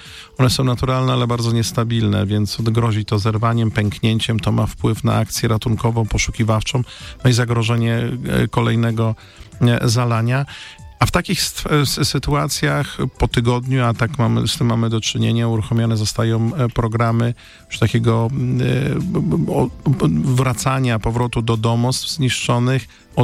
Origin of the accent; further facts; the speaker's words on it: Łódź, Łódź Voivodeship, Poland; jestem z Łodzi